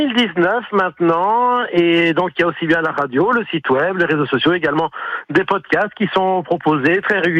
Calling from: Couture-sur-Loire, Centre-Val de Loire, France; je suis de Couture-sur-Loire

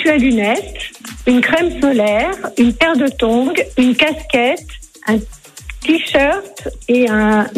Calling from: Gignac, Occitanie, France; Je suis à Gignac

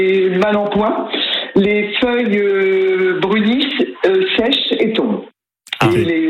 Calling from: Nouvelle-Aquitaine, France; Charente-Maritime.

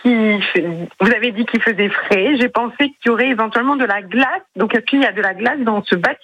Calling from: Bourgogne-Franche-Comté, France; De Semaret, en Côte d'Or

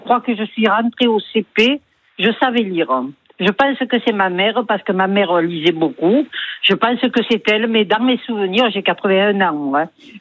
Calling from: Lille, Hauts-de-France, France; J'habite à Lille.

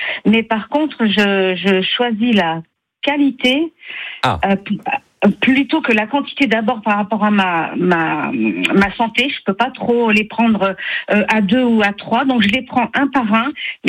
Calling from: Saint-Herblain, Pays de la Loire, France; Je vous appelle de Saint-Herblain.

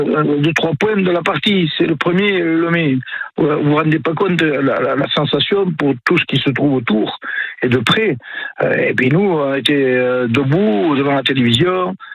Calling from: Magescq, Nouvelle-Aquitaine, France; Alors moi je suis sur Magesque.

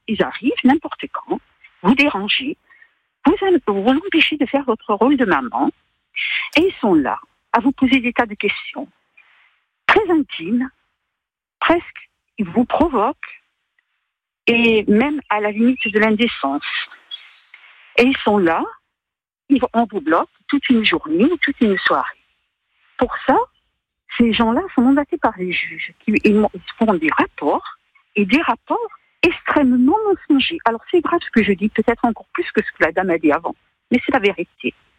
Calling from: Corsica, France; chez nous en Corse

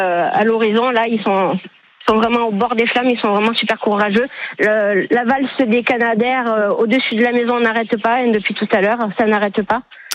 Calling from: Cabrières, Occitanie, France; de Cabrières

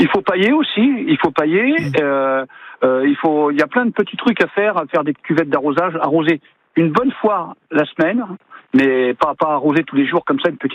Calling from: France; moi, j'habite sur Monteville

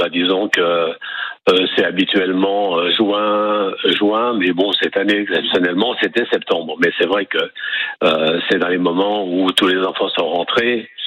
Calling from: Verdun, Grand Est, France; je suis de Verdun.

